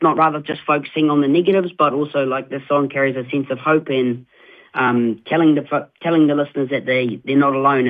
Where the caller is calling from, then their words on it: Taupo, Waikato, New Zealand; Taupo, New Zealand, bro.